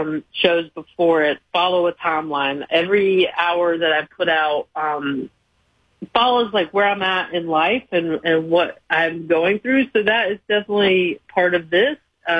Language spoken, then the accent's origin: English; Charlotte, North Carolina, United States; I mean, I talk about biscuits a lot, you know, being from the South.